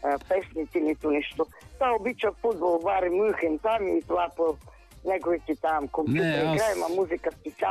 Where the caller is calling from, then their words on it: Pleven, Pleven Province, Bulgaria; От най-хубавия град Плевен съм.